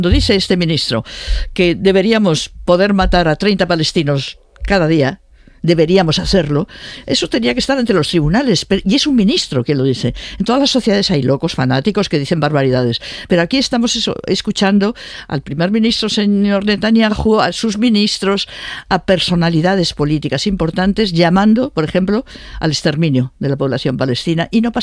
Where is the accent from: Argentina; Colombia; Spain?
Spain; somos españoles.